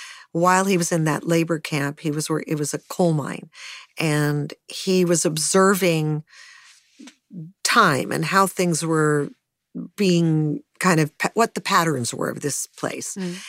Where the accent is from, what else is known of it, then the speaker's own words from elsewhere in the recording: Los Angeles, California, United States; I thought I grew up in the Hollywood Hills. I thought it was like, I climbed the hills all the time.